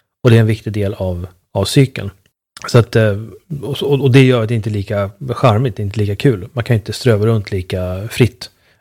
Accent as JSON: {"language": "Swedish", "town": "Uppsala", "region": "Uppsala County", "country": "Sweden", "tie": "born or raised there", "said": "Man kunde åka ganska enkelt då, från Uppsala där jag växte upp, så kunde man ganska enkelt ta sig ut till Fiby"}